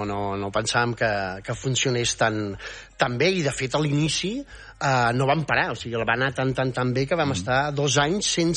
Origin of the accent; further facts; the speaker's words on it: Catalonia, Spain; nosaltres som de Barcelona, però tocant a Girona.